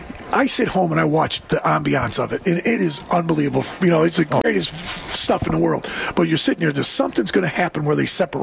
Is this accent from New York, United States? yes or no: yes; New York, United States; And the kids that you, like, I came from New York, but most of our kids were Massachusetts and Connecticut kids.